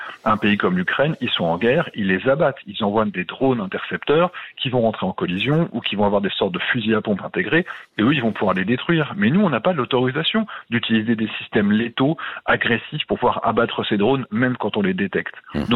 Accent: France; Alors, je vais quand même me permettre de vous corriger, en tant que Français

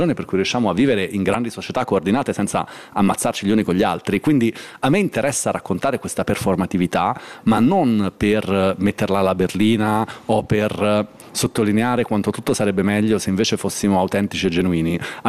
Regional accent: Milan, Lombardy, Italy; io sono cresciuto a Milano nella stagione in cui gli spazi di alternativa sociale, che fossero occupati, autogestiti, di ogni tipo, erano tantissimi

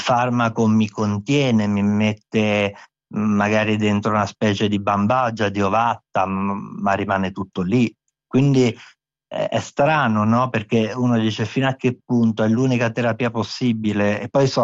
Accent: Abruzzo, Italy; first language Abruzzese dialect; Italian is a second language; moved away as an adult; also born or lived in Milan; io vengo da una famiglia di contadini abruzzesi, fino a 20 anni non parlavo italiano, ma solo dialetto abruzzese, quindi per me l'italiano è davvero un'altra lingua.

